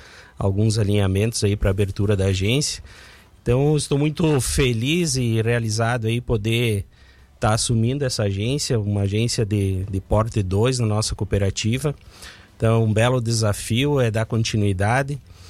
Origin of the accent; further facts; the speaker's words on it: Aratiba, Rio Grande do Sul, Brazil; born there; also born or lived in Santa Catarina; now in Erechim, Brazil; Eu sou gaúcho. Eu sou nascido aí em Aratiba, no Rio Grande do Sul.